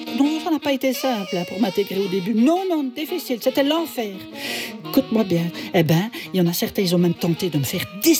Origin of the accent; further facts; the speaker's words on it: Belgium; enchantée … de Belgique. Ah ben voilà, c'est peut-être pour ça que j'ai un accent finalement.